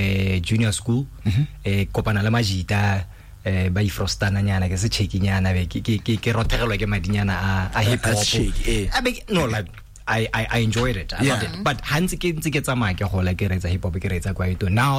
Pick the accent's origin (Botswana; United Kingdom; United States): Botswana; Selebi-Phikwe; growing up in Pikwe.